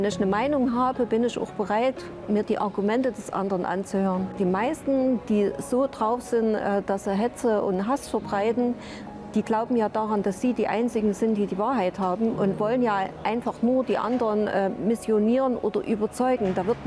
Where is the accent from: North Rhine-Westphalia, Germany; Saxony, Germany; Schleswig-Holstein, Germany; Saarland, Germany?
Saxony, Germany; Chemnitz; born there; Ich bin in Karl-Marx-Stadt geboren und dann zur Chemnitzerin geworden.